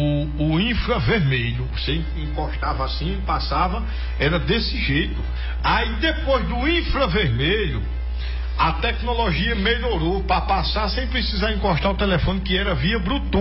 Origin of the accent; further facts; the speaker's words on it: Northeast Region, Brazil; sou do Nordeste mesmo com orgulho